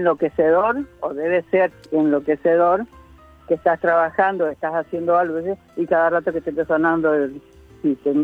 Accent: Corrientes, Argentina

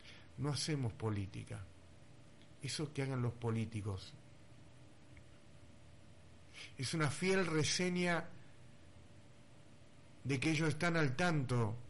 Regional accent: Puerto Iguazú, Misiones, Argentina; no somos tontos los argentinos. Los iguazuenses ya no somos tontos.

